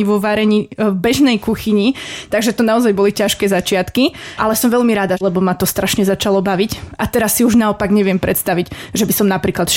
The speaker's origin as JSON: {"language": "Slovak", "town": "Cinobaňa", "region": "Banská Bystrica Region", "country": "Slovakia", "tie": "born or raised there", "also_born_or_lived": "Lučenec / Revúca", "moved": "as an adult", "lives_now": "Košice, Slovakia", "said": "narodila som sa práve v Lučenci pri Cinobani. Odtiaľ pochádzam, študovala som medzi tým strednú školu v Revúcej a skončila som tu v Košiciach. Vždy som si myslela, že sa nikde inde nebudem cítiť doma ako v tej Cinobani"}